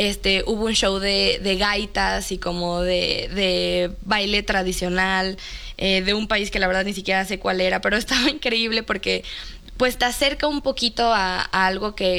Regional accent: Mexico; sí siento que es una gran falla a mi ADN como mexicana, ¿no? O sea, porque sí creo que todos los mexicanos tenemos algo de pambolero en la sangre

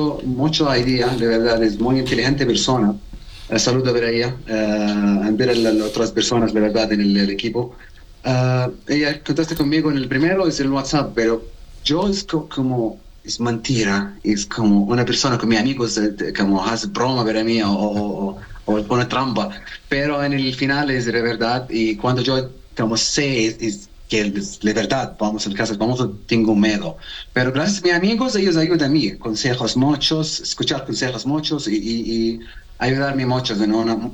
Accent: Saudi Arabia; Spanish is a second language; una persona normal, de la Arabia Saudita. Mi mamá tiene sangre italiana, mi papá es de la Arabia Saudita.

